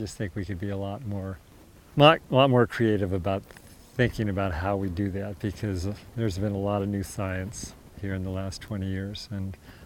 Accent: Montana, United States; Whereas now, you know, I'm from the Musselshell watershed, central Montana, and, you know, I'm part of a community that goes north and south of the Missouri River.

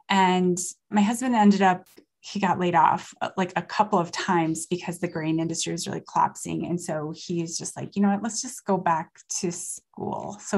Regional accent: Wolf Point, Montana, United States; it was Mayberry when I was growing up in Wolf Point. I loved it very, very much. It was just a really wonderful place to grow up.

